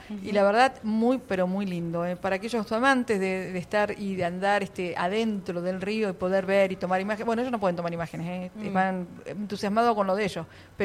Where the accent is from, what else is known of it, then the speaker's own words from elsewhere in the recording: Argentina; siendo argentino